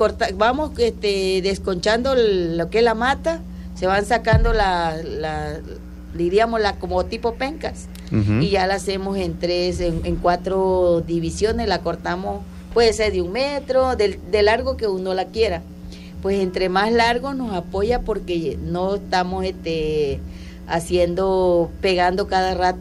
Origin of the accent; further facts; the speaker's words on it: Tabasco, Mexico; soy de la ranchería Barrancas Iguanal Tintillo, primera sección, de aquí del municipio del centro.